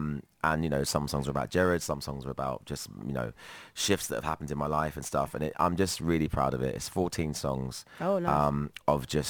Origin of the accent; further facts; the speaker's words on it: Woodbridge, East of England, United Kingdom; I'm from Woodbridge